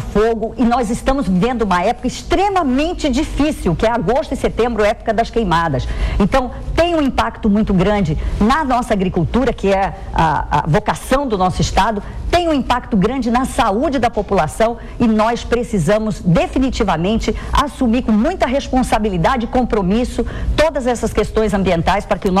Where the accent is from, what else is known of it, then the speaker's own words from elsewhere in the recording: Mato Grosso, Brazil; O rio Cuiabá, o nosso rio, eu sou mato-grossense